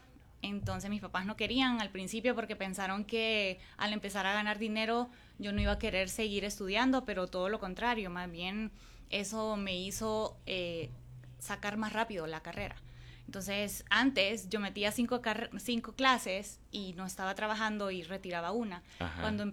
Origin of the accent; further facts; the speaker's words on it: Olanchito, Yoro, Honduras; born there; yo nací en un pueblito que se llama, bueno, no, los que me escuchan decir pueblito, en un pueblo, una ciudad ahora que es Olanchito y Oro.